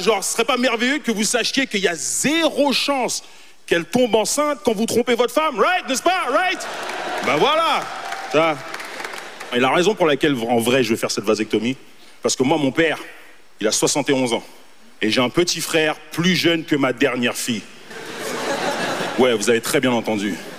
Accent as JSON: {"language": "French", "town": "Montreal", "region": "Quebec", "country": "Canada", "said": "Moi, je viens de Montréal."}